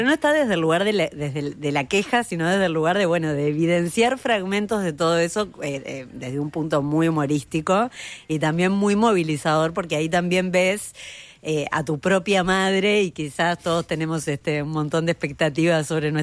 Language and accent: Spanish; Uruguay; soy una actriz uruguaya